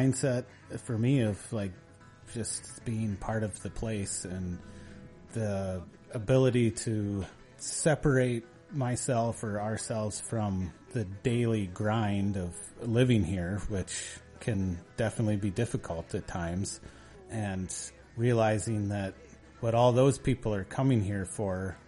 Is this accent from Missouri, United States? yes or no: yes; St. Louis, Missouri, United States; I grew up in Missouri. And I lived in St. Louis